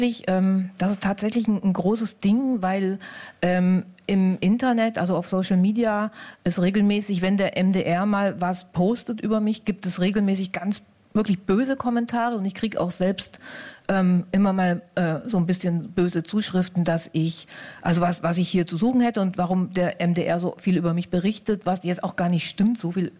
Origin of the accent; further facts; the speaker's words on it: West Germany, Germany; nicht nur für mich als Westdeutsche